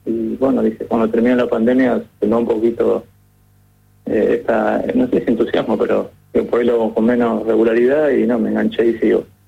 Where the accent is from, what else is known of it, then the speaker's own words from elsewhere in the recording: Rosario, Santa Fe, Argentina; yo soy de Rosario, Santa Fe, y vine de vacaciones a Puerto Madryn